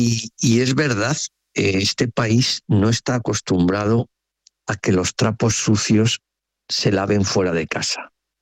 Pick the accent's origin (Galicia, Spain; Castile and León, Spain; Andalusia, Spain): Galicia, Spain; first language Spanish